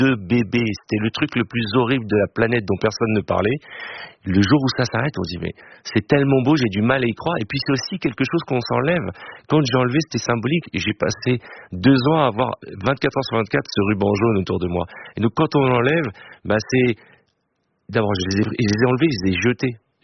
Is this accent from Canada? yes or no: no; France; Je suis français, juif d'abord. Même si depuis quelque temps, on me parle souvent sous le prisme de ma judéité, je suis français avant tout.